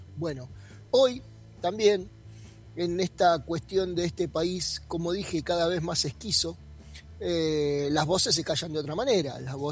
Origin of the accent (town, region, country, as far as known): Argentina